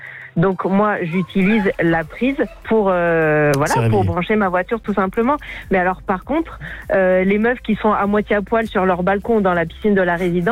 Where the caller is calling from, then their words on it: Brittany, France; Je suis en Côte d'Armor.